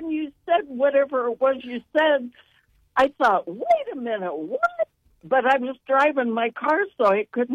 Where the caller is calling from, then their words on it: United States; I'm an American person.